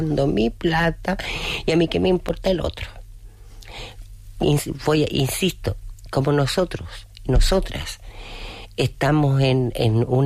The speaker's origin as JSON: {"language": "Spanish", "country": "Chile", "said": "porque en mi país la clase media es una caricatura, habemos chilenos ricos, hay chilenos ricos y habemos chilenos pobres."}